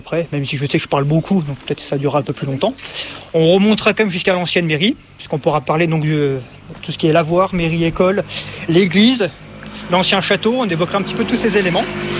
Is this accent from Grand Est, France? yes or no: yes; Sanzey, Grand Est, France; now in Lagney, France; Donc, je ne suis pas forcément loin de très loin parce que je suis originaire de Sanzay, donc de pas très très loin. Maintenant je suis habite Lagnais